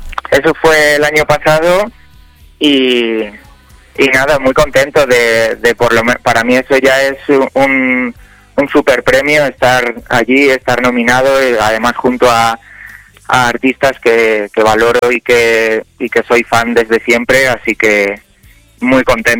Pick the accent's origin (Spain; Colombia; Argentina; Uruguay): Spain; San Martín del Castañar, Castile and León; yo tuve la suerte de estar en mi pueblo terminando las canciones del disco, en San Martín del Castañar, que está en la Sierra de Francia, de Salamanca